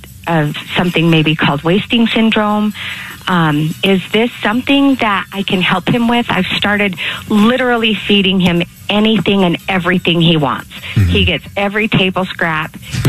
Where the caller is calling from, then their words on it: Ogden, Utah, United States; I'm calling from Ogden.